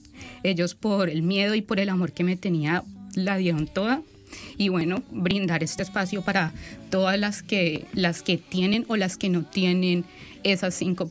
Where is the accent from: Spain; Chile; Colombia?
Colombia; now in Australia; yo soy colombiana